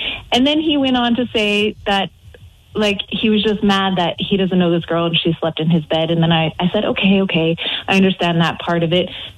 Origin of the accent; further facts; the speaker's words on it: United States; So I don't have many friends here. I'm obviously from the States.